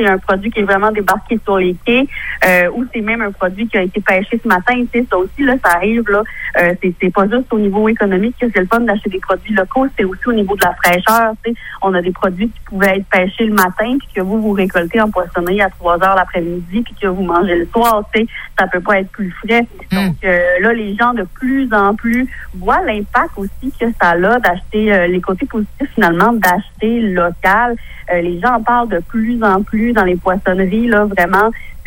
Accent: Quebec, Canada; en tant que gaspésien

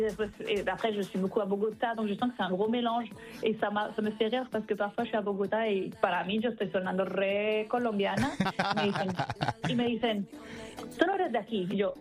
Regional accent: Haiti; en fait je viens d'Haïti mais j'ai une réalité relativement privilégiée on va dire là-bas

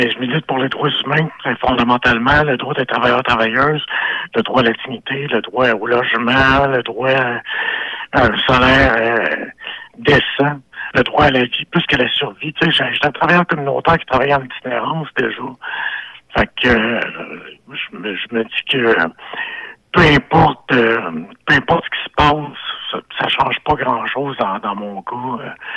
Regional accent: Quebec, Canada; que je viens de Gaston, que je viens d'ailleurs, je viens du Québec, puis que mon implication politique continue ici aujourd'hui

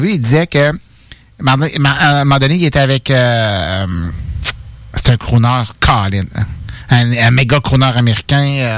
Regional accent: Canada; Je vois pour le Canadien, là. En tant que Canadien, là.

